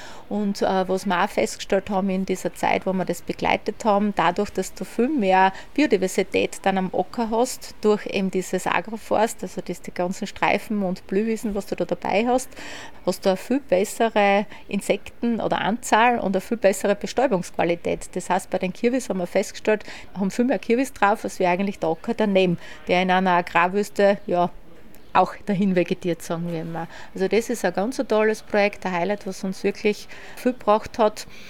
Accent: Kaindorf, Styria, Austria; Ich komme aus der Klar Ökoregion Kaindorf. Die ist in der Oststeiermark ansässig.

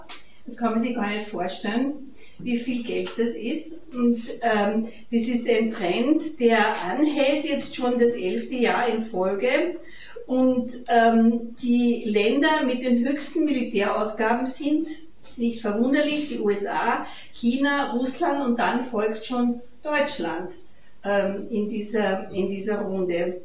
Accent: Carinthia, Austria; now in Vienna, Austria; Ich lebe in Wien, wie die Juli schon gesagt hat, aber ich bin keine Wienerin, ich bin eine Kärntnerin, komme aus einer Stadtbezirkshauptstadt, die ungefähr so groß ist wie Ried

